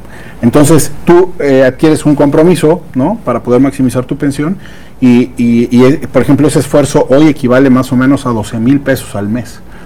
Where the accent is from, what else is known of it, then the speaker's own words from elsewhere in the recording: Mexico; si nuestra expectativa de vida hoy como mexicanos anda alrededor de los 80 años.